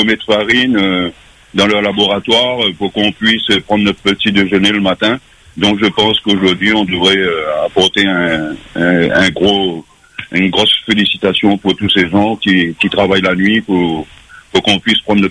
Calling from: Réunion; je suis réunionnais

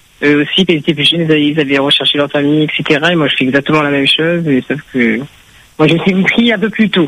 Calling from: Sainte-Marie, Réunion; moi j'habite à Sainte-Marie depuis très longtemps

